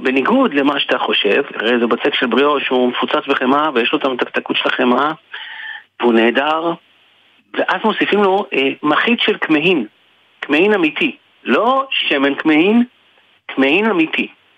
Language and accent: Hebrew; Tel Aviv, Tel Aviv District, Israel; כי אני תל אביבי ואני מגיע לכל הנקודות בתוך תל אביב.